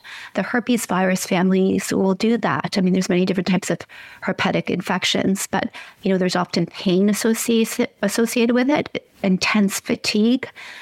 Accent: Ontario, Canada; Well, I hail from Ontario, where it is still winter, unfortunately.

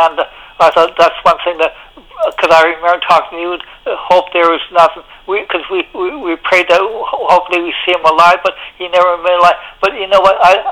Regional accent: Calgary, Alberta, Canada; born there; Yeah, I was born in Calgary

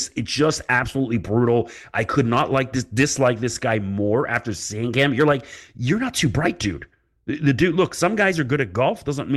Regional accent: Canada; I'm a Canadian

